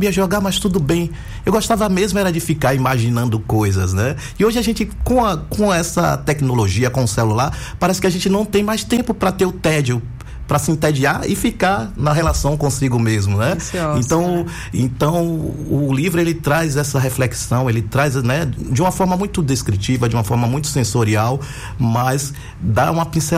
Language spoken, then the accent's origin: Portuguese; Feira de Santana, Bahia, Brazil; lá em Feira de Santana, eu sou de um distrito